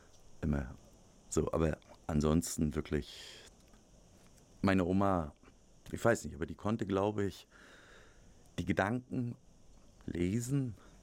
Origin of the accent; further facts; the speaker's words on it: Rügen, Mecklenburg-Vorpommern, Germany; Ich bin ja auf Rügen in einem Reservat groß geworden, in einem Naturreservat.